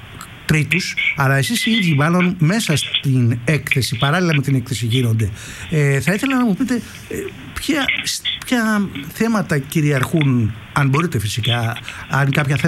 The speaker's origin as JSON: {"language": "Greek", "town": "Piraeus", "region": "Attica", "country": "Greece", "said": "Ναι, εγώ είμαι Πειραιώτης όμως, θα μετράω από τον Πειραιά."}